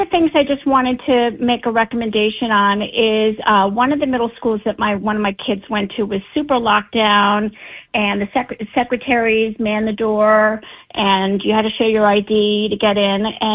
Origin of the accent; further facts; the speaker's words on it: New York, United States; I'm from New York originally, and I worked in the schools in New York for 7 years.